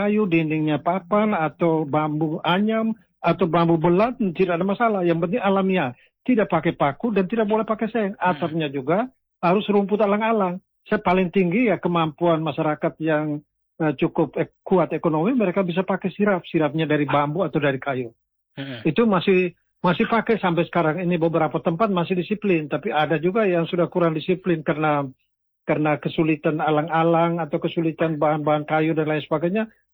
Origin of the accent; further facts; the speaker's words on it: East Nusa Tenggara, Indonesia; karena saya lebih banyak tahu secara entitas tentang budaya saya orang Lio.